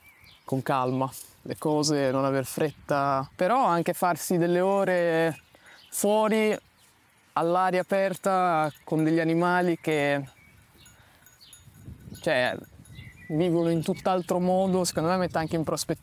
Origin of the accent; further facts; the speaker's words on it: Bologna, Emilia-Romagna, Italy; moved away; Io sono di Bologna e quindi ero abituato a una vita molto urbana